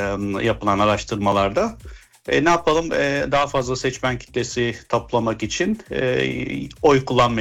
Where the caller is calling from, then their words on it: Mannheim, Baden-Württemberg, Germany; Mannheim'dan arıyorum.